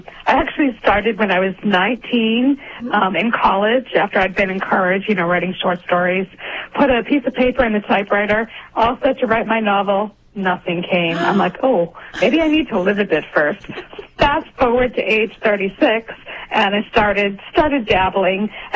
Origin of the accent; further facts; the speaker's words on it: Cape Cod, Massachusetts, United States; I grew up on the Cape.